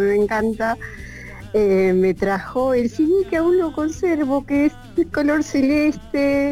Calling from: Berazategui, Buenos Aires Province, Argentina; yo soy de Berazategui

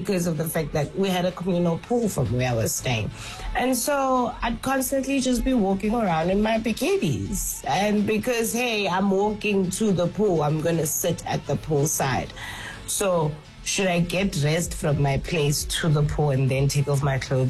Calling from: Fourways, Gauteng, South Africa; I'm here from Four Ways.

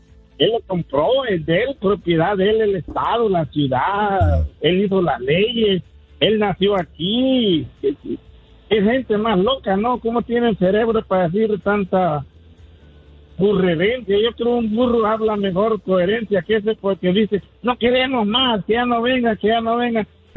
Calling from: Long Beach, California, United States; de Long Beach.

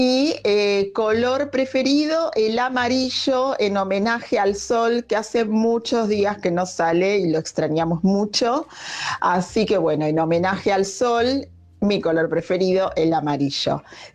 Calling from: Temperley, Buenos Aires Province, Argentina; Muy buenas noches … de Temperley.

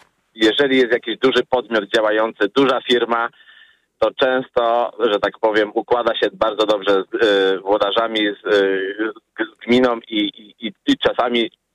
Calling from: Świętokrzyskie Voivodeship, Poland; z ziemi świętokrzyskiej

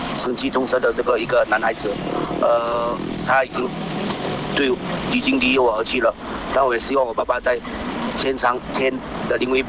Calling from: Johor, Malaysia; 我是来自罗浮州的

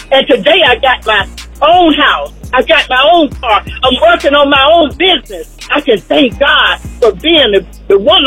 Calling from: Columbus, Georgia, United States; I'm calling from Columbus, Georgia.

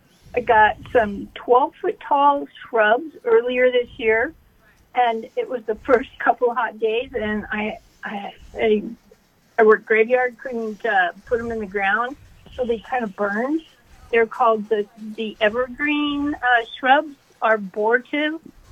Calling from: Fernley, Nevada, United States; I'm from Fernley.

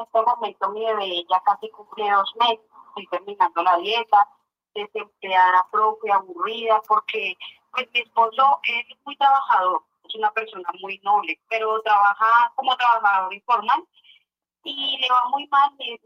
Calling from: Macanal, Boyacá, Colombia; Desde Macanal, Boyacá, profe.

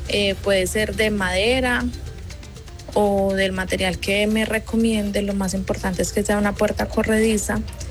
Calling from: Calarcá, Quindío, Colombia

